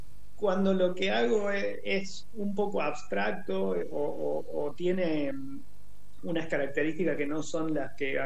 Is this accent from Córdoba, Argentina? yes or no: yes; Córdoba, Argentina; yo soy de Córdoba.